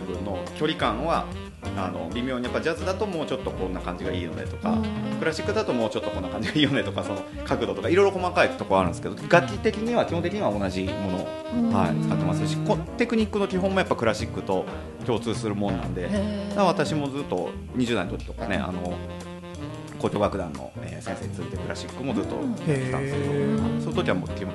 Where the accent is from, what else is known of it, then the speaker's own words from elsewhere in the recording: Mine, Yamaguchi, Japan; 僕やっぱその山口県の美祢市という、まあ、大変のどかな、ライブどころの出身なんですけども